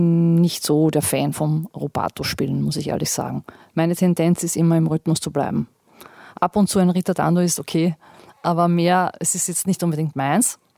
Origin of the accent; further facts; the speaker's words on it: Hollabrunn, Lower Austria, Austria; es gab auch einen Jazzpianisten in meiner Heimatstadt Hollabrunn in der Musikschule.